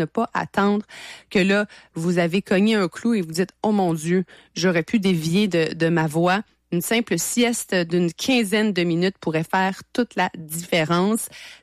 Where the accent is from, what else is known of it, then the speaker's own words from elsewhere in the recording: Quebec, Canada; chez nous en Abitibi-Témiscamingue où les distances sont longues.